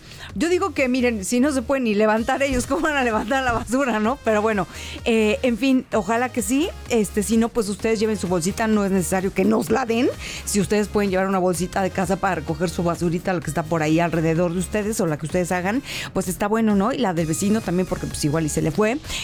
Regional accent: Mexico; Como ingeniosos que somos los mexicanos

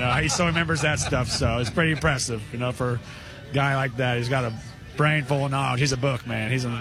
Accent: Champaign, Illinois, United States; I'm born and raised in Champaign.

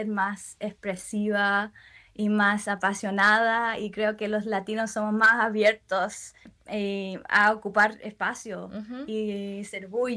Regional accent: Australia; first language English; Spanish is a second language; la cultura y el lenguaje era muy presente cuando estaba creciendo, aunque nací acá

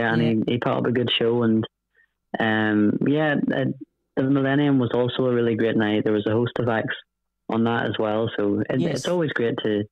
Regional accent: Coleraine, Northern Ireland, United Kingdom; We're doing one in my hometown in Coleraine.

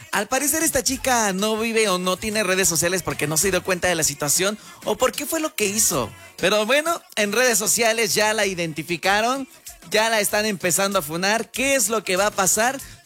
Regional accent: Mexico; No nos representa como mexicanos

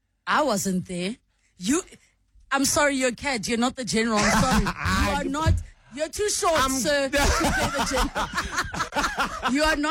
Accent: South Africa; We are evolving as South African viewers because we used to not like seeing ourselves reflected back to us.

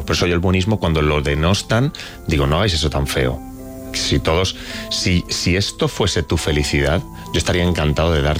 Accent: Elda, Valencian Community, Spain; yo soy de Elda, de Alicante

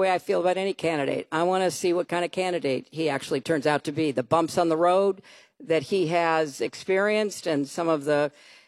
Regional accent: New York, United States; But I'm not a Mainer. I'm a New Yorker.

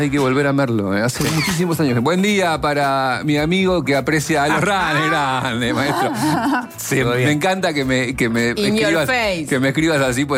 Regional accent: Burzaco, Buenos Aires Province, Argentina; pero si somos de Bursaco, somos primos, porque ahí nos conocemos todos.

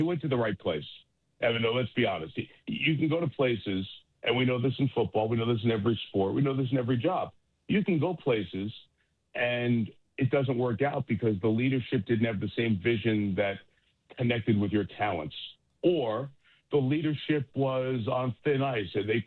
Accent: New York, United States; now in Michigan, United States; Living in Michigan now for over 25 years, but growing up in New York and working in the Northeast, started my career

